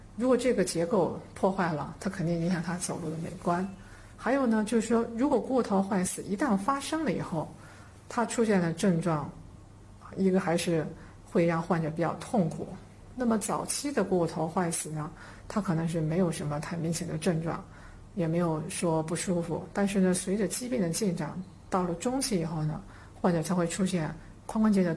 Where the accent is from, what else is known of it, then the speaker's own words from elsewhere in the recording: China; 咱们中国呢是那个一直它是农耕文明哈